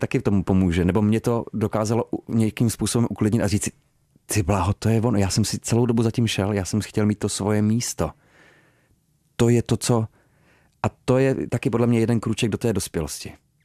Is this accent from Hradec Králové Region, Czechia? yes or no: no; Olomouc, Olomouc Region, Czechia; now in Prague, Czechia; Olomouc je nádherná, zbožňuji jako svoje rodné město, rád se tam vracím za rodičema